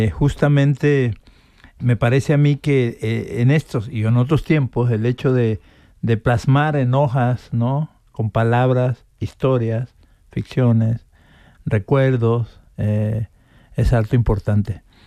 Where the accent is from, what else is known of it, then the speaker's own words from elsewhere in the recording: Paraíso, Tabasco, Mexico; Porque yo soy tabasqueño, soy de Paraíso, Tabasco.